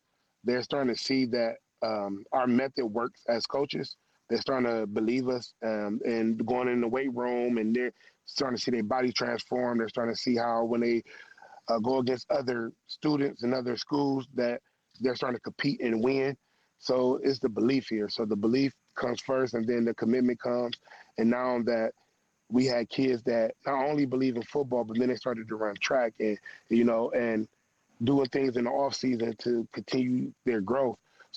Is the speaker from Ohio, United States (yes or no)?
yes; Cleveland, Ohio, United States; I'm not from the EC community. I'm actually from Cleveland, but I would love to, you know, help this community grow